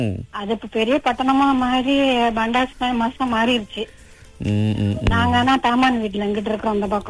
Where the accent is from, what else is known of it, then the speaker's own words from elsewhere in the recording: Banting, Selangor, Malaysia; also born or lived in Kedah; வந்து பண்டிங் வட்டாரத்தான், அங்கதான் இங்க பிறந்து வளர்ந்தது எல்லாமே, இங்கதான் படிச்சது எல்லாம் அங்கதான், திருமணமும் ஆனது இங்கதான், பிள்ளைங்க எல்லாம் பிறந்து எல்லாம் படிக்க வச்சுக்கலாம், இங்கேயே தான் அங்கதான் வாழ்ந்துகிட்டு இருக்கேன்.